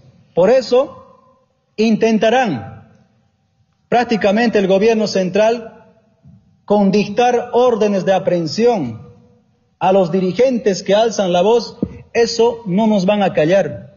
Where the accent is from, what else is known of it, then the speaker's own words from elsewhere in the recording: Bolivia; como bolivianos y como bolivianas.